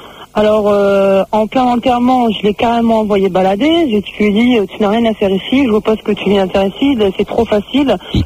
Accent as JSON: {"language": "French", "country": "Turkey", "said": "C'était d'origine, je suis turque, et j'étais en vacances, et on est revenu, plus de père, plus personne."}